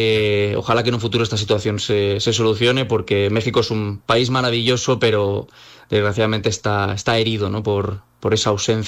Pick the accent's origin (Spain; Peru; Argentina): Spain; yo personalmente que soy de España, creo que aquí sería una noticia nacional